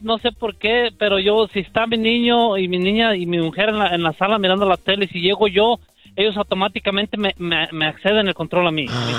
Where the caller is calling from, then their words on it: Michoacán, Mexico; soy de Michoacán.